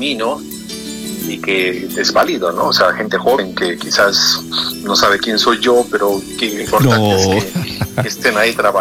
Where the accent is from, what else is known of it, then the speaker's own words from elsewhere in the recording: Arequipa, Peru; moved away; Oh, bueno, Arequipa, tú sabes, mi tierra querida.